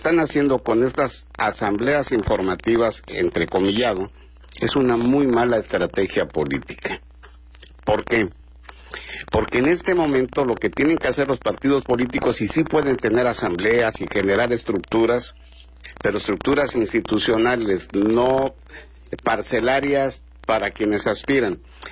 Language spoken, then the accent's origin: Spanish; Mexico; En primer lugar, como mexicano, yo no veo que haya una potencia extranjera amenazando el territorio mexicano.